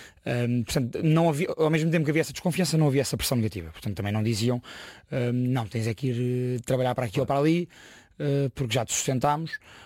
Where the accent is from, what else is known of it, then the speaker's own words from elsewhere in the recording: Setúbal, Portugal; ao mesmo tempo que comecei a treinar camadas jovens no Clube Desportivo Cova da Piedade. Eu sou da Margem Sul.